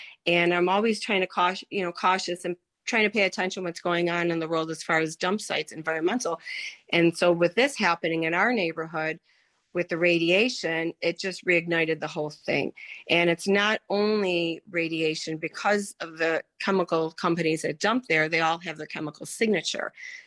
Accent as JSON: {"language": "English", "town": "Love Canal", "region": "New York", "country": "United States", "tie": "born or raised there", "said": "because I grew up in Love Canal, I lived on Mason Court, and the way the swells ran, the chemicals, the dioxin would come into the creek."}